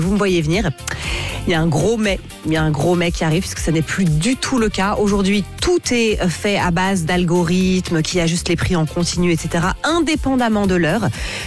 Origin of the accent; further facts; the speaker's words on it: France; on parle de chez nous en France.